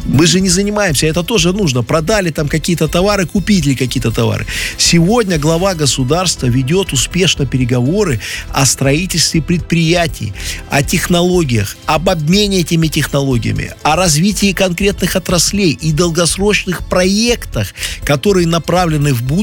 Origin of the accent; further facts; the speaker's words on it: Belarus; Мы белорусы, мы гордая нация, просто скромная очень.